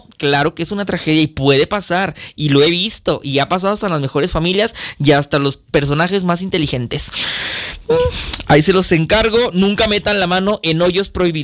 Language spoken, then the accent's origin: Spanish; Mexico; O sea, como buen mexicano, ¿qué es lo que haces?